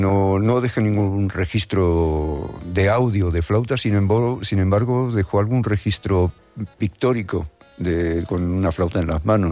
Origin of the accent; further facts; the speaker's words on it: Madrid, Community of Madrid, Spain; born there; Sí, soy nacido en Madrid, cerca de Las Ventas.